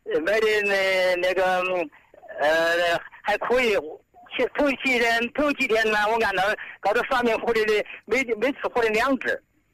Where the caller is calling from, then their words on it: Suizhou, Hubei, China; 我们是河北省随州市的。